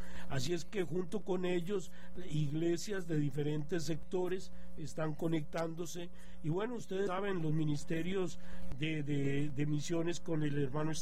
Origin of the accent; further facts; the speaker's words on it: Costa Rica; los ticos amamos lo que Dios hace en la querida México